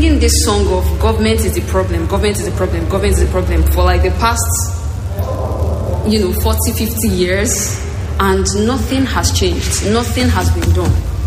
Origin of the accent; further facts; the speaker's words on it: Nigeria; One thing we need as Nigerians is just love and empathy.